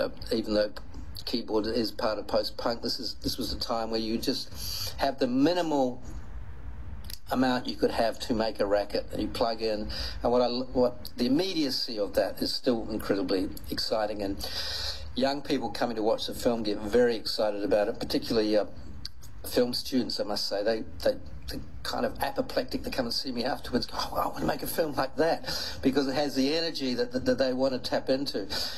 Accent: Australia; I'm based in, I'm an Australian writer

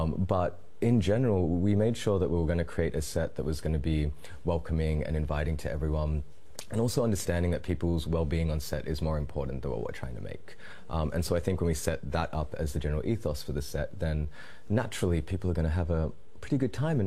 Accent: Australia; as someone who's mixed race, because that's the thing that goes on internally for me, trying to mix the ways that I'm Australian and Filipino

